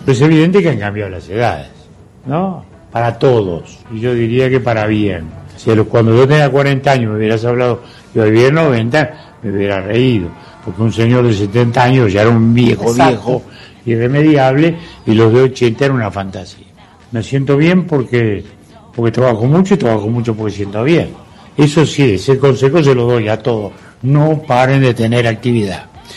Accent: Uruguay

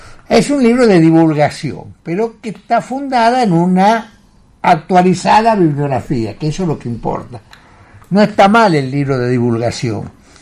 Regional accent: Argentina; A mí me da vergüenza ajena como argentino

